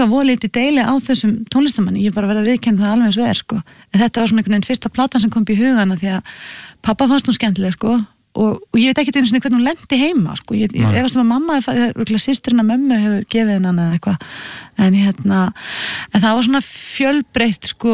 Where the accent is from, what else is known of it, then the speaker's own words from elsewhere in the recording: Reykjavík, Capital Region, Iceland; Ég alinn upp í Langholtskverfinu, fættist á Langholtsveginum og hérna gekk í Langholtsskóla. Og ólst svona bara upp í Laugardalnum.